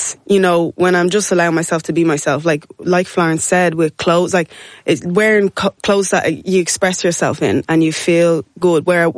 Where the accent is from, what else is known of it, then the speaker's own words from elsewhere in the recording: Ireland; when I'm like also in Ireland, you know, because I'm Irish and African.